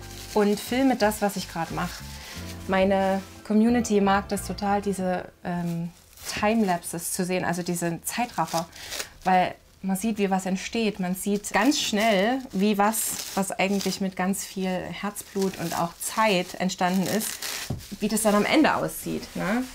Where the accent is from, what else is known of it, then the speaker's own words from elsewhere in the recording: Saxony, Germany; Ich komme aus dem Erzgebirge, aus dem wunderschönen Erzgebirge.